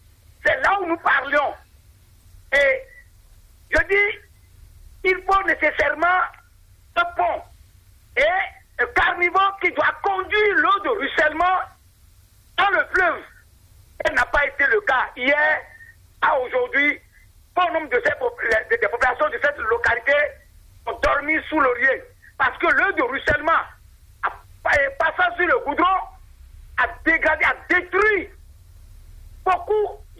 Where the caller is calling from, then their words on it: Sèmè-Podji, Ouémé, Benin; Je viens de la commune de Sémékodi